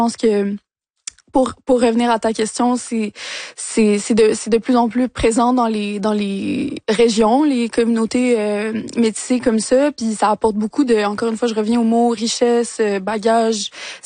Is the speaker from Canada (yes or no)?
yes; Quebec, Canada; en tant que Québécois, Québécoise